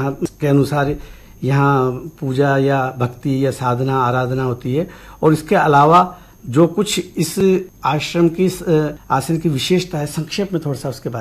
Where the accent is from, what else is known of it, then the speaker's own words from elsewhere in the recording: Nagaur, Rajasthan, India; हमारे गांव नागौर